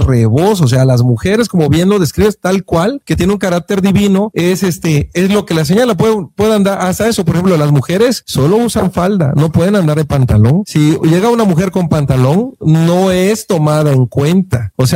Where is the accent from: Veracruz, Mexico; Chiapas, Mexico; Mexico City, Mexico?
Chiapas, Mexico; Tuxtla Gutiérrez; somos privilegiados los de Tuxtla